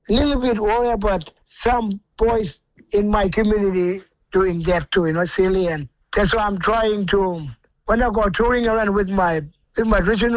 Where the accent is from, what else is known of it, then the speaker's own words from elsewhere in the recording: Groote Eylandt, Northern Territory, Australia; also born or lived in Numbulwar; I was born in Gulf, but I born and grow up a little bit. We stay at Groot Island first.